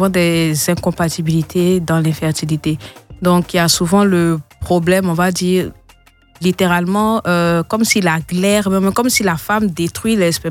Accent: Côte d’Ivoire; je dis chez nous, les Africains

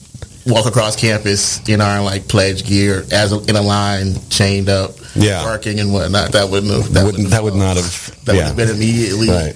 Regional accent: Mississippi, United States; I'm from Mississippi, yeah

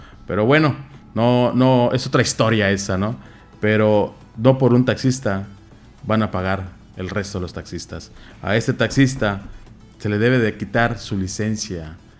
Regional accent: Mexico; Mi colonia es La Jardines. Muchos saben que vivo en La Jardines. Ahí crecí literalmente en La Jardines y en la López Mateos.

